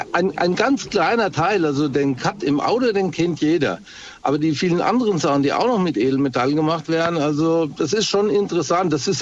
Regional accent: Steinau an der Straße, Hesse, Germany; Ich komme aus Steiner an der Straße im Ortsteil Seidenroth, ganz wichtig.

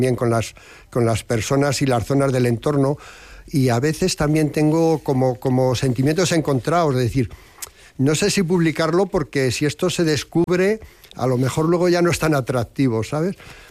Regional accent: Briviesca, Castile and León, Spain; por mi pueblo, por Briviesca

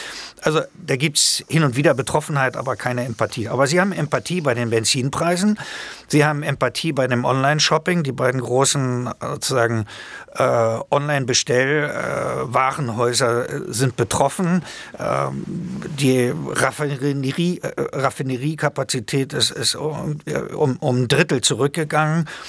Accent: East Germany, Germany; aber ich bin in der DDR groß geworden

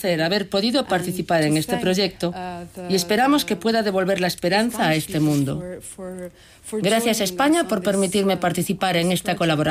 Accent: Lebanon; y puedo decir, justamente yo que vengo del Líbano, me siento más o menos como mi personaje en la obra. En el Líbano nos bombardean

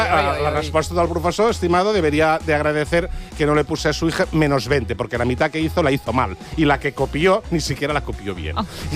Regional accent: Catalonia, Spain; Soc català

